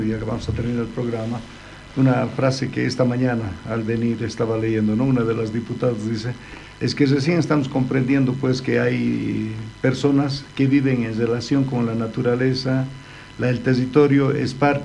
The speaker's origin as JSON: {"language": "Spanish", "country": "Bolivia", "said": "todos somos bolivianos."}